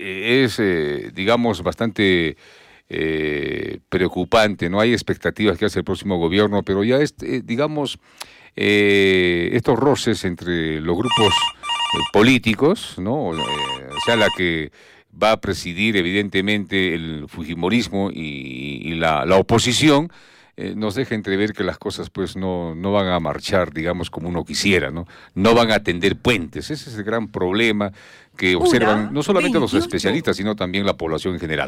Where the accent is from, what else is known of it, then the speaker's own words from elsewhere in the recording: Arequipa, Peru; en Arequipa, como arequipeños